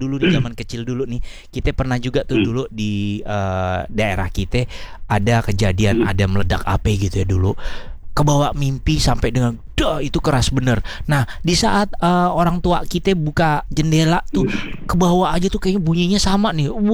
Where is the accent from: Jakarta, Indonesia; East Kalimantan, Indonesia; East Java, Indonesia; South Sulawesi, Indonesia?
Jakarta, Indonesia; Kita kan bukan orang Cilandak, istilah kan kita orang Cilincing.